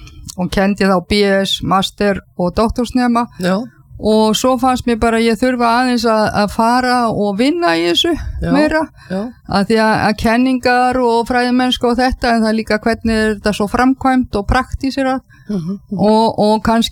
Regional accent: Kaupangur, Northeastern Region, Iceland; moved away as an adult; also born or lived in Seattle, United States / Birmingham, United Kingdom; ég fædd og uppalinn í Kaupangi í Kaupangsveit sem núna Eyjafjarðarsveit þannig ég bóndadóttir

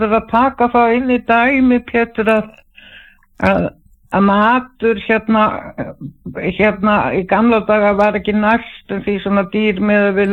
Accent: Kópavogur, Capital Region, Iceland; Og ég man að þegar ég var svona krakki, ég var alveg upp í Kópavoginum

